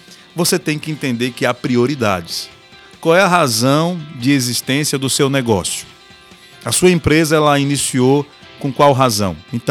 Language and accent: Portuguese; Lagarto, Sergipe, Brazil; eu sou brasileiro como você e falo português como você. Então, eu sei muito bem, eu fui criado nessa cidade, Lagarto, Lagarto City, uma cidade abençoada.